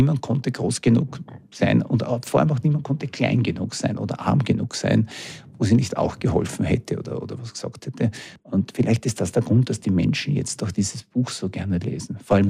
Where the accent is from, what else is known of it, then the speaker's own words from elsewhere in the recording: Vienna, Austria; wir sind aus Wien, das ist meine Mutter.